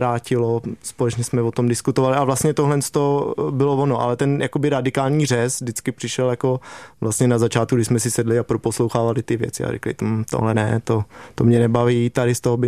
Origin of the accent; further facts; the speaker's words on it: Lysá nad Labem, Central Bohemian Region, Czechia; My využíváme vlastně toho, že jsme oba z Lysí nad Labem, což je malý město